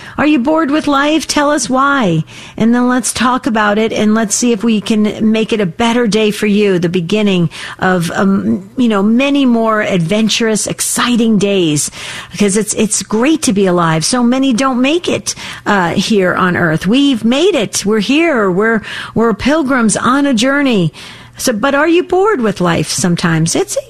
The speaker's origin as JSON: {"language": "English", "region": "New Jersey", "country": "United States", "tie": "born or raised there", "lives_now": "Arizona, United States", "said": "This is when I grew up in Jersey. We don't have any grass in Arizona."}